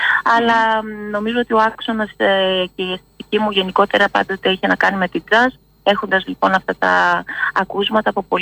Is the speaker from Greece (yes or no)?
yes; Drama, Eastern Macedonia and Thrace, Greece; εγώ είμαι από τη Δράμα